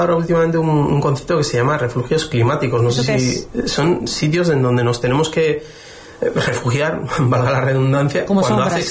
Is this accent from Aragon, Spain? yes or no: no; Basque Country, Spain; now in Canary Islands, Spain; yo en el País Vasco, en mi pueblo, así, de memoria, te puedo decir que hay 3 o 4 fuentes. Y es un pueblo de 9.000 personas. 3 o 4 fuentes y es un pueblo muy pequeñito, que los pueblos ahí en el norte no son como aquí, en extensión tan grande. Son así, son chiquititos, está recogidito.